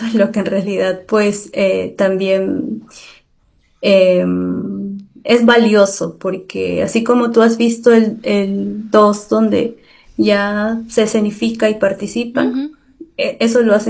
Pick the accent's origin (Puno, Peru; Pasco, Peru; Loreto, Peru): Pasco, Peru; somos de Pasco